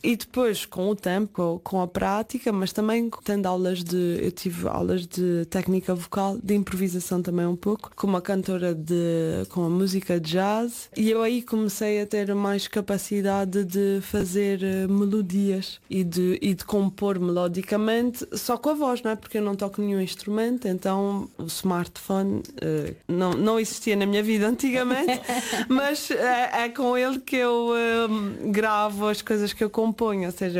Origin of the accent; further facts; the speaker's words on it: Calheta, Azores, Portugal; eu sou da Calheta.